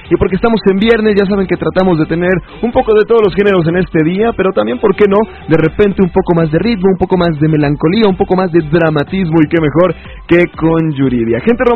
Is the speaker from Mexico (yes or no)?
yes; Mexico; nos encanta como mexicanos.